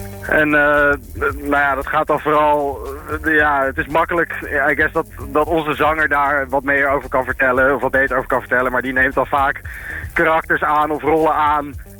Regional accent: Haarlem, North Holland, Netherlands; We komen uit Haarlem, tenslotte.

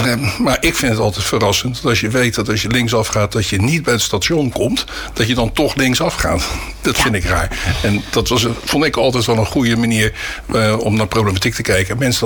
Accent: Schiedam, South Holland, Netherlands; now in Vlaardingen, Netherlands; Ik ben geboren in Schiedam in 1954. En ik woon nu zo'n 40 jaar in Vlaardingen.

